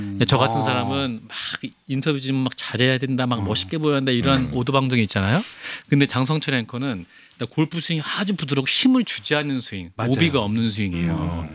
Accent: North Chungcheong, South Korea; 제 고향 충북.

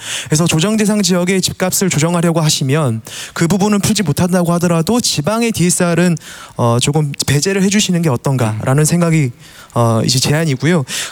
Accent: Jeju, South Korea; 안녕하십니까. 제주도에서 왔습니다.

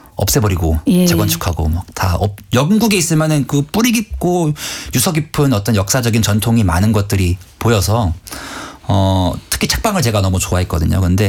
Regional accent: Gangwon, South Korea; 저도 강원도 사람이니까 가야겠다 했는데

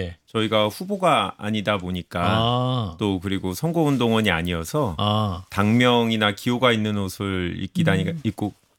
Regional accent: Jeju, South Korea; 제주에서 온

